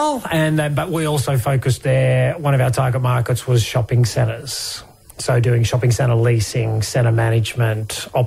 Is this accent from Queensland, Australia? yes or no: no; Kingscliff, New South Wales, Australia; But I've been living off country most of my life, spent most of my childhood growing up down in Kingscliff, down on the Tweed River.